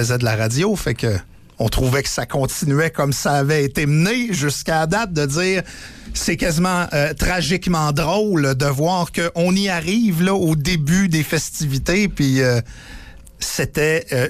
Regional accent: Quebec, Canada; now in Quebec City, Canada; parce que je viens du Saguenay-Lac-Saint-Jean

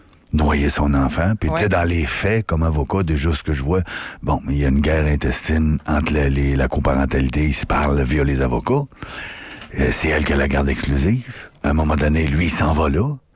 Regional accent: Baie-Comeau, Quebec, Canada; moved away; moi, je viens d'Haute-Rive-Bécomo. Bon, quand en 98, quand je suis parti, on était 28 000. OK, c'est pas beaucoup de monde, tout le monde se connaît

